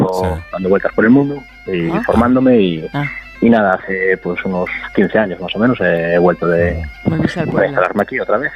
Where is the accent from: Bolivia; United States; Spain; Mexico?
Spain; Chantada, Galicia; Sí, ya nací en Chantada de toda la vida.